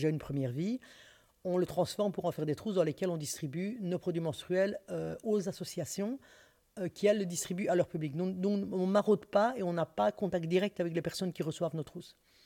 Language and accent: French; Liège, Wallonia, Belgium; now in Brussels, Belgium; moi, je suis liégeoise.